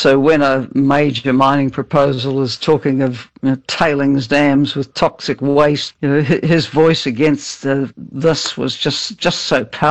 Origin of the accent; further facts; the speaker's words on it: New Zealand; for me as a New Zealander